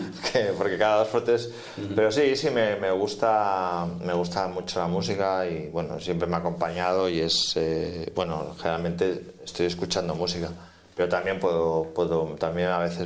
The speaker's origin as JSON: {"language": "Spanish", "town": "Barcelona", "region": "Catalonia", "country": "Spain", "said": "yo soy de Barcelona, mis padres son de Barcelona"}